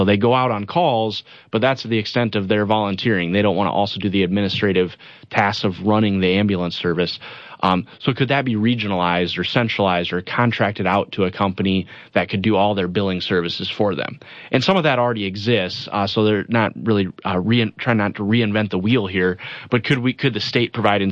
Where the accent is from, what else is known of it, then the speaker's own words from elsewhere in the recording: Brookings, South Dakota, United States; and then back home, I'm originally from Brookings, so I called the Sioux Falls area home